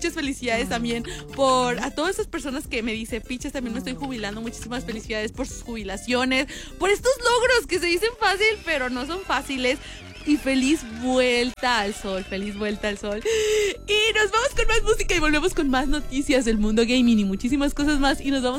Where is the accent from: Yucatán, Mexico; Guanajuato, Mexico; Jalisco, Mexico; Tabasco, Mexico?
Guanajuato, Mexico; León; accent: cantadito (León); ¿Sí creen que los leoneses tenemos el acento así cantadito